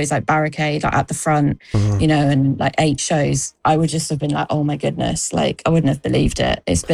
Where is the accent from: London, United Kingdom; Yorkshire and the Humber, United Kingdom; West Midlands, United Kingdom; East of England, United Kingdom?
East of England, United Kingdom; Bedford; in my hometown